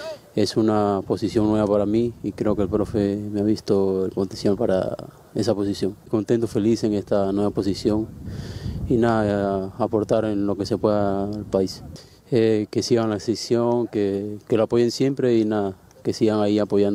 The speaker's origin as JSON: {"language": "Spanish", "country": "Peru", "said": "estar aquí representando a mi país."}